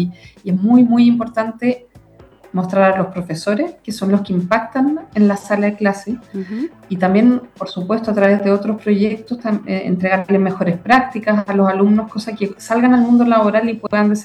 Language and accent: Spanish; Chile; Nos autoflagelamos como chilenos diciendo, no, en Chile no se innova, todo viene de afuera.